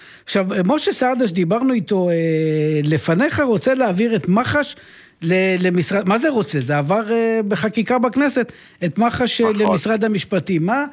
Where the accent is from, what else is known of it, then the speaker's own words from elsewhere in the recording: Jerusalem, Jerusalem District, Israel; מבחינתי כירושלמי